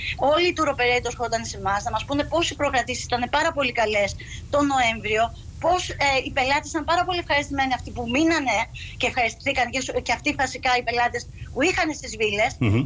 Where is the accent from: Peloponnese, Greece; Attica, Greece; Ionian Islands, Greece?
Ionian Islands, Greece; Zakynthos; επειδή είμαστε όλοι από τη Ζακύνθου